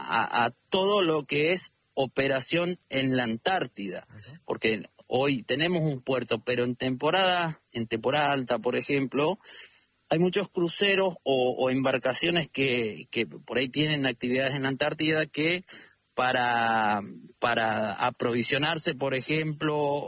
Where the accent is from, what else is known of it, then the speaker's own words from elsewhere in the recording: Tierra del Fuego, Argentina; a nosotros nos pega de lleno porque llevamos a Malvinas en el nombre de nuestra provincia